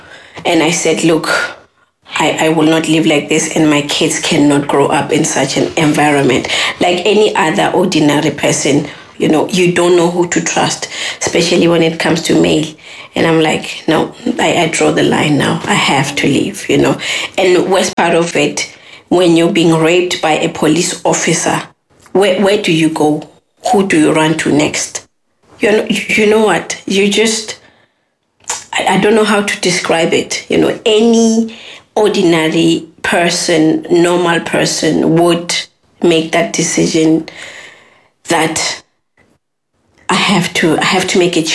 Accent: South Africa; moved away as an adult; now in Ireland; I'm from South Africa. The reason why I left South Africa is because of what happened to me.

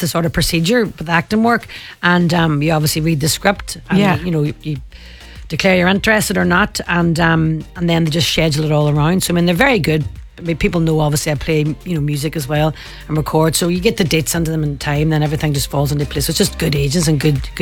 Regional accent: Ireland; I think we actually have a very, you know, in-depth truth within us as Irish people to tell the story of actually what happened to our country and colonization and imperialism.

